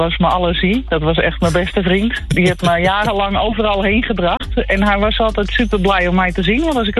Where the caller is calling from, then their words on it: North Holland, Netherlands; we komen uit Noord-Holland vandaan.